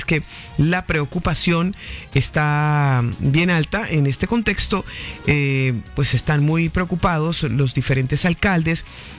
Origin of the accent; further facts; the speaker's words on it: Barranquilla, Atlántico, Colombia; nosotros también como barranquilleros orgullosos